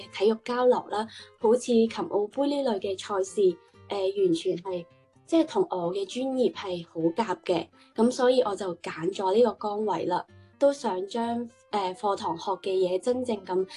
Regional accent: Macau; 我来自澳门，今年6月先啱啱系暨南大学体育教学专业毕业。

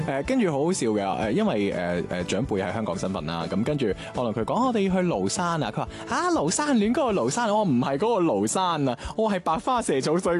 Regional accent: Guangdong, China; 你知我哋广东人噶啦，我哋食海鲜咧就系、是、我要最简单嘅嗰个做法啊，清蒸啊

